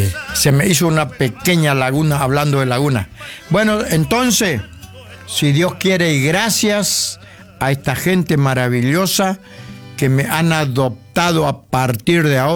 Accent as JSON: {"language": "Spanish", "town": "San Cosme", "region": "Corrientes", "country": "Argentina", "said": "Yo soy del pueblo de San Cosme, provincia de Corriente."}